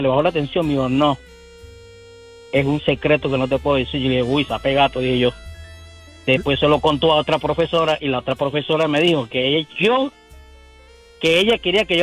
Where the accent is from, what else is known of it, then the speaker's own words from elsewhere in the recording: Venezuela; now in Chicago, United States; Yo soy venezolano.